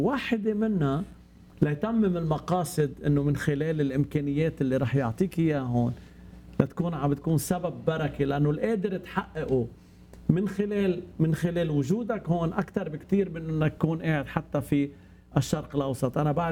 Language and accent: Arabic; Lebanon; أنا كلبناني إذا بدي أحضر تلفزيون